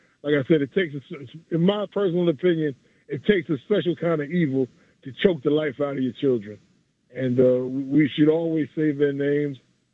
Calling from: New York City, New York, United States; It's from Jamaica, Queens.

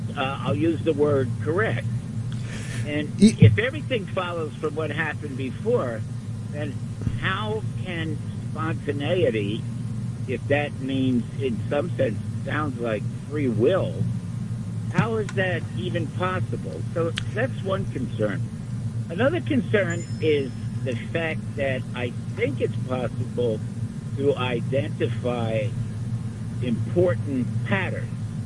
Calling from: East Orange, New Jersey, United States; East Orange, New Jersey.

